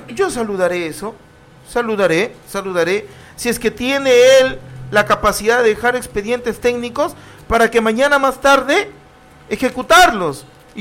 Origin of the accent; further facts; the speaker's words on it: Túcume, Lambayeque, Peru; born there; 20 años de experiencia laboral, tucumano de nacimiento.